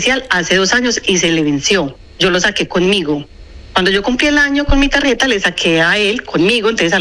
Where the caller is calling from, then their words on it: Madrid, Community of Madrid, Spain; de Madrid